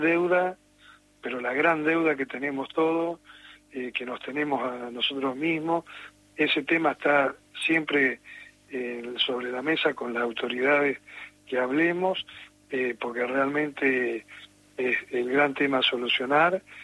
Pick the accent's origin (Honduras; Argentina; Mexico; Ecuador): Argentina; no podemos permitirnos como argentinos, y esto no es una crítica a nadie porque hace años que estamos así